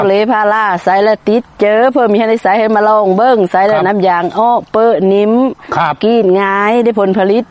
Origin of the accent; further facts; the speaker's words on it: Kham Cha-i, Mukdahan, Thailand; คุณแม่บุญเลี้ยงอยู่บ้านห้วยทราย